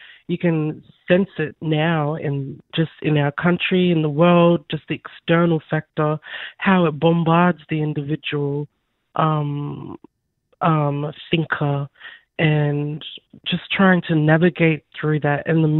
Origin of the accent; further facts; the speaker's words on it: Mimili, South Australia, Australia; And I'm from Mimli community. Arnungu Kidindara Yankundara lands in Central Australia.